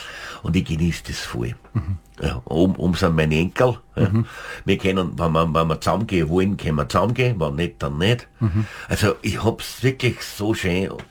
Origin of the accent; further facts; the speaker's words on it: St. Pölten, Lower Austria, Austria; also ich liebe mein Heimatort, St. Pölten